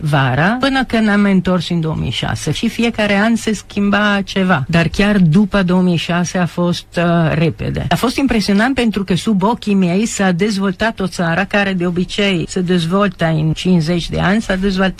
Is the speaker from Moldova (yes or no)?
no; Milan, Lombardy, Italy; Romanian is a second language; La Milano, de unde sunt eu, chiar sunt numai blocuri. N-ai verde, n-ai grădini, case cu grădină, cu curte